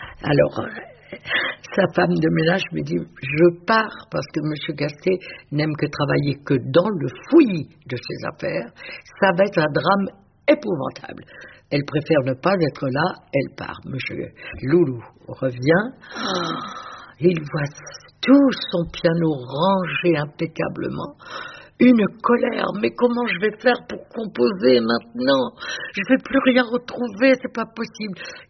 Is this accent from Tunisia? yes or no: no; Nord, France; je fais le ménage parce que je viens du Nord